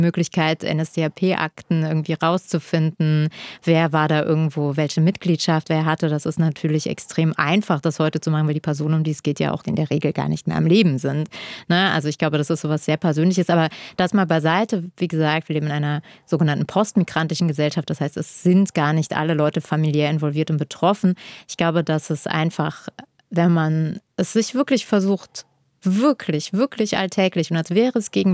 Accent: Germany; born there; ich bin in Deutschland geboren, meine Eltern haben in Deutschland Schutz bekommen als politische Verfolgte.

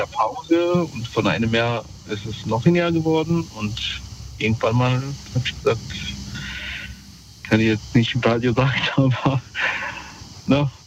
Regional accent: Romania; Also ich komme aus Rumänien ursprünglich.

